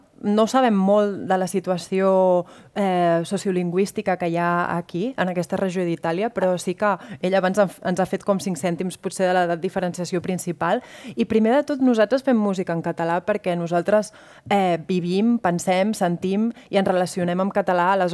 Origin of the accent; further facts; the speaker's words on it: Barcelona, Catalonia, Spain; nosaltres venim de Barcelona i, per tant, a la ciutat, a la pràctica, el català